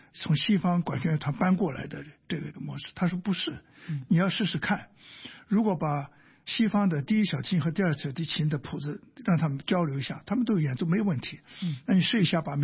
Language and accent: Chinese; Hong Kong; 但我们香港人喜欢这么说交响化，台湾人也喜欢交响化